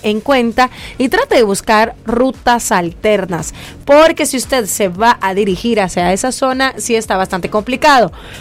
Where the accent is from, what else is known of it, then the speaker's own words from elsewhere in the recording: El Salvador; como salvadoreños lo hacemos.